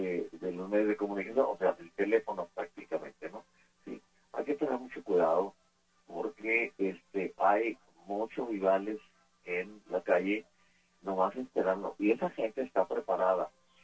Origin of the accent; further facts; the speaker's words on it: Mexico; todos los mexicanos